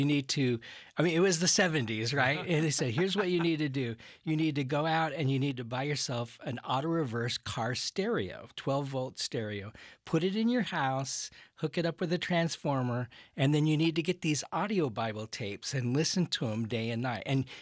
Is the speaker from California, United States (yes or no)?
yes; California, United States; moved away; also born or lived in Arizona; I grew up kind of well-off America. I grew up in California, moved to Arizona, had a very powerful salvation experience about age 17 back in the 70s.